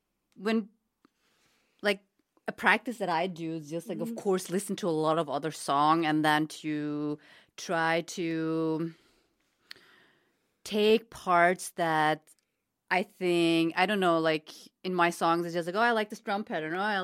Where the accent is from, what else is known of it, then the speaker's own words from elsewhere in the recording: Canada; also born or lived in Austria; there's like being like Kurdish and growing up in Canada, in Austria.